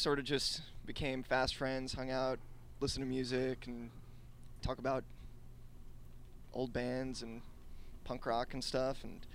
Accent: Woodstock, New York, United States; now in Brooklyn, United States; I say I'm from Woodstock, but actually I live in Sunset Park now.

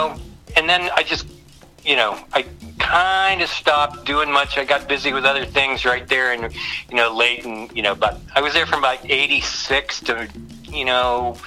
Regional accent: Ohio, United States; I grew up in Ohio, right? So for me, okay. Just think about Ohio in the 70s.

